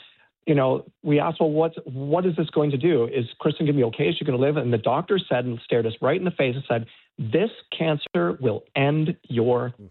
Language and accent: English; Canada; My wife is dual citizen. Yeah. I'm only Canadian. I can't just hop over to the United States to live there.